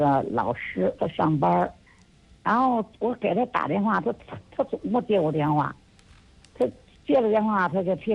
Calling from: Beijing, China; 啊，我是北京的

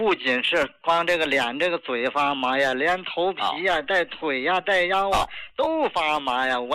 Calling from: Tianjin, China; 哎，张老师你好，我是天津的。

